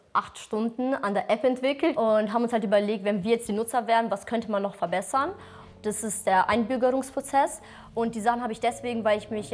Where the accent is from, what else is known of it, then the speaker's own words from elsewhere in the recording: Germany; also born or lived in Kosovo; Wir kommen aus dem Kosovo und ich habe noch 2 kleinere Schwestern, die wurden in Deutschland geboren, aber ich bin halt auch im Kosovo geboren und wurde dann als Kleinkind, bin ich dann hier nach Deutschland gekommen und seitdem lebe ich jetzt hier.